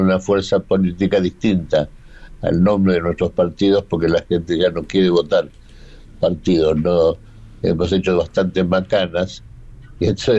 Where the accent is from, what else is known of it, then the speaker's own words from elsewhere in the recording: Argentina; Ahí somos todos argentinos